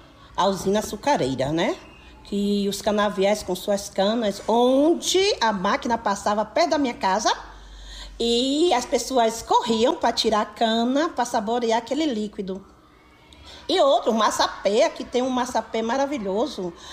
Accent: Terra Nova, Brazil; Tive a oportunidade de sair logo ao casar, mas aqui fiz a minha morada. Nasci, morei, moro aqui até hoje, né, 65 anos.

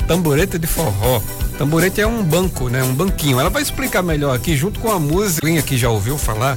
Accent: Pernambuco, Brazil; now in Minas Gerais, Brazil; Eu sou pernambucana em Minas Gerais, um pernambucano em Sacramento

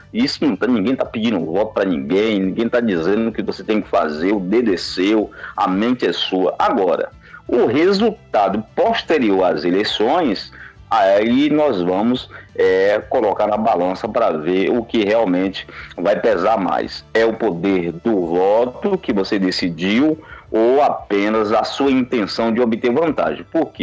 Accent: Camamu, Bahia, Brazil; eu sou de Camamu

